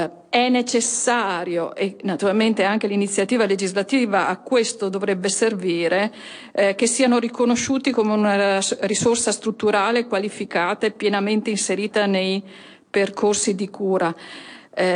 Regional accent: Veneto, Italy; Piccola battuta, da Veneto a Veneto

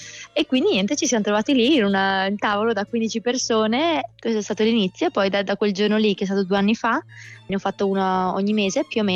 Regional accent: Trento, Trentino-Alto Adige, Italy; accent: Trentino; moved away as an adult; also born or lived in Amsterdam; now in Majorca, Spain; ho 28 anni, e sono di Trento, ma sono qua a Maiorca da direi 5 anni, non dico direi perché sono venuta qua 5 anni fa per un anno, poi sono andata a Amsterdam per 2 anni, ma facevo un po' avanti e indietro, invece 3 anni fa mi sono ritrasferita ufficialmente.

